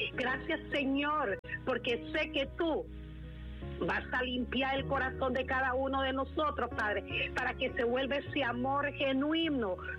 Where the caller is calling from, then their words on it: Roatán, Bay Islands, Honduras; Les mando bendiciones, fuerte abrazo y beso virtual desde Roatán, Isla de la Bahía … para todos ustedes.